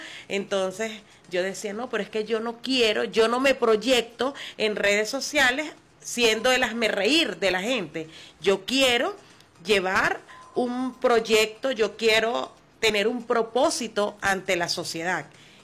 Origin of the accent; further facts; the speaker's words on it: Clarines, Anzoátegui, Venezuela; moved away; desde los 14 años aproximadamente he venido trabajando en radios comunitarias de allá de la localidad de Clarines. Nosotros somos de Clarines.